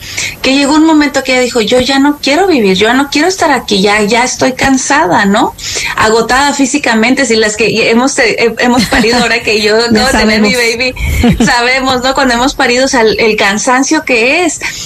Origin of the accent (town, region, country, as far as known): Mexico City, Mexico; born there